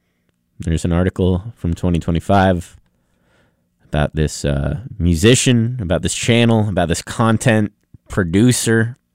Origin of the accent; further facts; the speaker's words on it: United States; I'm an American.